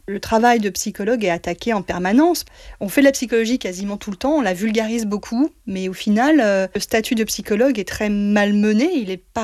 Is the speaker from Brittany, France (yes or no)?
yes; Vannes, Brittany, France; je suis psychologue clinicienne psychothérapeute, j'ai 52 ans et je suis de Vannes.